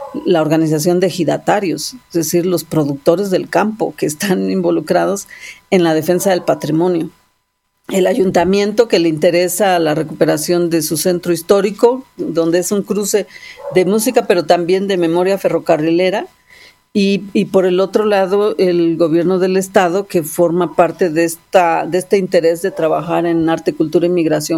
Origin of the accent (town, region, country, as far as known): Mexico